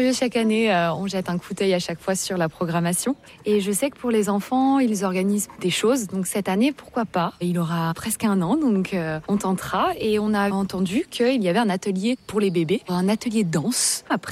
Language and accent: French; Ambronay, Auvergne-Rhône-Alpes, France; Moi je suis d'Ambrenay donc je connais un petit peu effectivement ce qui se fait